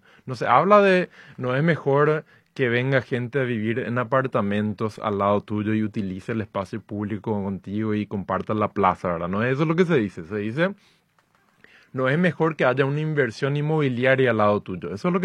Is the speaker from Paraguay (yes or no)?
yes; Asunción, Paraguay; somos los asuncenos que vivimos en esta ciudad.